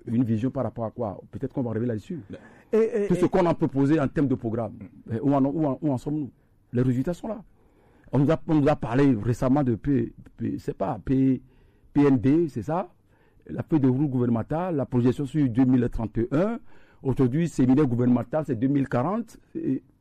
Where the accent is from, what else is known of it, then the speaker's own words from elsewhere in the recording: Benin; now in Togo; chez nous au Bénin